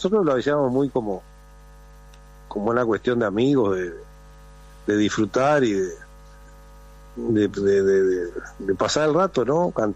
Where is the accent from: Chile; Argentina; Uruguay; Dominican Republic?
Uruguay; Rocha; nosotros somos de Rocha.